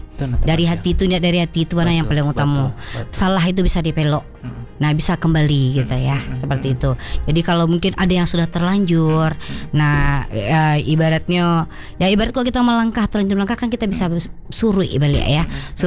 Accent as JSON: {"language": "Indonesian", "region": "West Sumatra", "country": "Indonesia", "said": "Jadi kalau bisa ya, orang kita sebagai orang Minang itu tetap kita bapaci ya, dengan adat besan di syarat besan di kita pula dimanapun kita berada."}